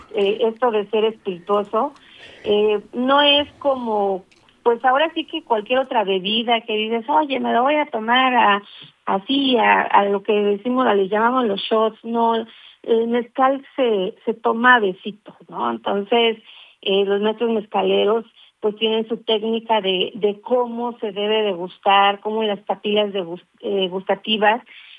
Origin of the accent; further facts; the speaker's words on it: Puebla, Mexico; nosotros como poblanos